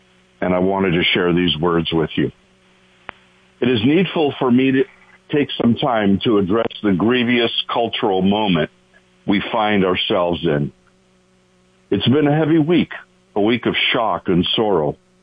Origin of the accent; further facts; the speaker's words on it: Colorado, United States; also born or lived in California; I grieve at this week's shooting at Evergreen High School in Colorado, my home state.